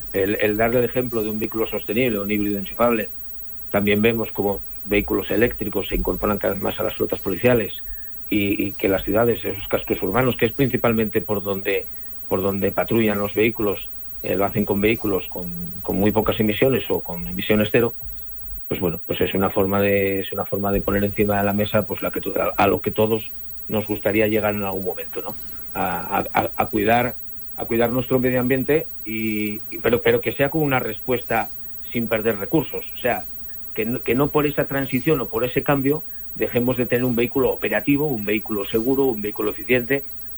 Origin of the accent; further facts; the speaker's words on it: Asturias, Spain; cuando estás fuera de Asturias, pues como buen asturiano presumes, ¿no?